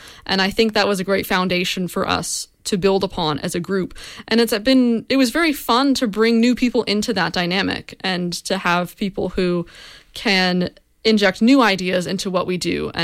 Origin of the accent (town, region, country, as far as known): Florida, United States; born or raised there